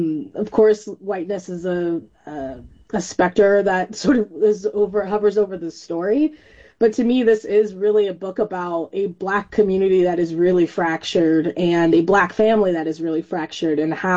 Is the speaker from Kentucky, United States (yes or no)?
no; California, United States; I'm from California